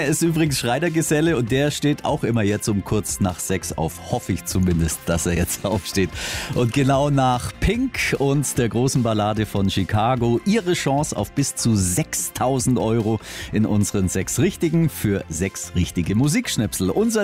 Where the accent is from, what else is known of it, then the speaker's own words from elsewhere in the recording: Augsburg, Bavaria, Germany; born there; Die rahme ich mir ein, diese Tabelle, als gebürtiger Augsburger, ja, das sage ich euch.